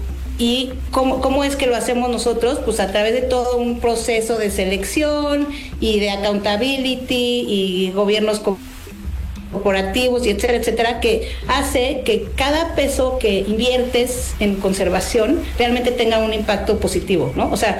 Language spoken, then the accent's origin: Spanish; Mexico; como mexicanos y como conservacionistas y amantes de la naturaleza